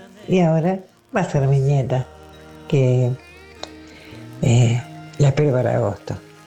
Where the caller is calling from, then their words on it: Adrogué, Buenos Aires Province, Argentina; de Adrogué